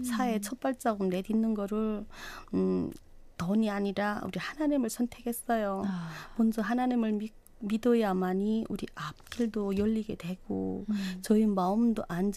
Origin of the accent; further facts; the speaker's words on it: Hwanghae, North Korea; moved away as an adult; now in South Korea; 우리 북한에서는 우리 황해도가 제일 살기 좋은 곳이라고 합니다.